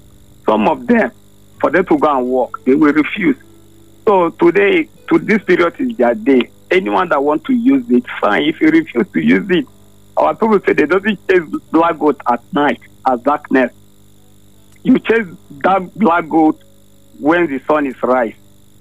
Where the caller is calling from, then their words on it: Nigeria; I'm calling from Barat.